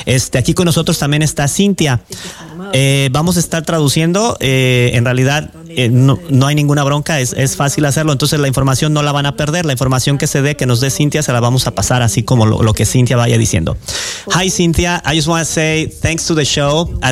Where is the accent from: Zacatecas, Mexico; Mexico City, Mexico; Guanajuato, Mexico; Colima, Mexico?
Colima, Mexico; moved away; yo vengo de Colima, mis abuelos son de Tuxpan, de Ciudad Guzmán